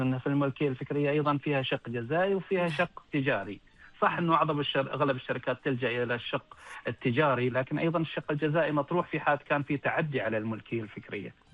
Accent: Oman

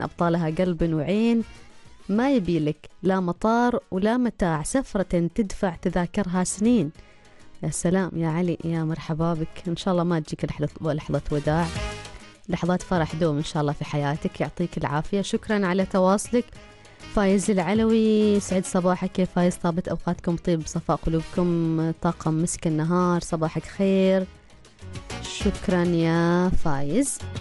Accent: Oman; احنا كعمانيين

